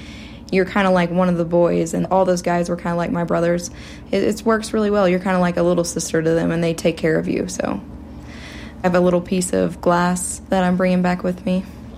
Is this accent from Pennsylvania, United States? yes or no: no; Haleyville, Oklahoma, United States; I'm originally from Haleyville, Oklahoma.